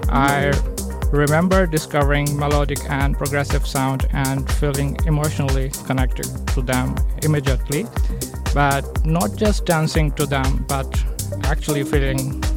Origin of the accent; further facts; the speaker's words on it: Pakistan; now in Berlin, Germany; Growing up in Pakistan, music was always around me in a different forms.